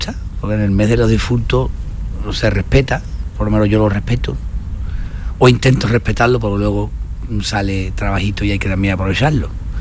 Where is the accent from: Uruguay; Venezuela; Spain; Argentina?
Spain; Jerez de la Frontera, Andalusia; Soy un jerezano normal, por bandera mi tierra, mi gente, mi barrio de Santiago